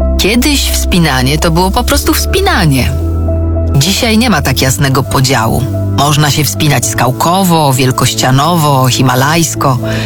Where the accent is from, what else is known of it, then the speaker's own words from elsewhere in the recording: Warsaw, Masovian Voivodeship, Poland; moved away as an adult; Ja pochodzę z Warszawy i mieszkałam w stolicy do 27 roku życia.